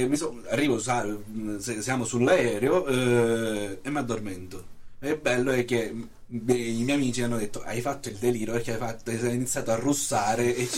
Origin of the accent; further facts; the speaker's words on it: France; Italian is a second language; sono francese